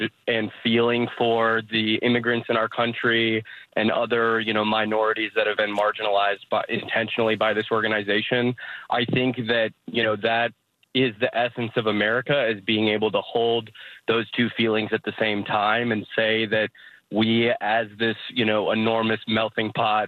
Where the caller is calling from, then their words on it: St. Louis, Missouri, United States; I'm calling from St. Louis, Missouri.